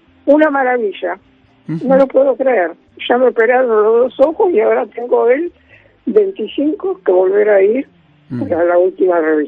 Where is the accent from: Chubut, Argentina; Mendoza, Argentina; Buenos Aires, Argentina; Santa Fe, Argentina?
Buenos Aires, Argentina; Palermo; born there; Mire que yo nací en Palermo y conozco varios sanatorios y clínicas y todo lo que usted quiera.